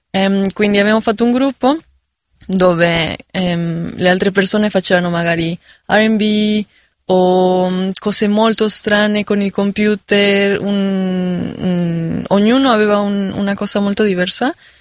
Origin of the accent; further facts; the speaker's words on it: Oaxaca, Mexico; Italian is a second language; moved away as an adult; now in Milan, Italy; sono da Oaxaca, quindi da Oaxaca per il mondo.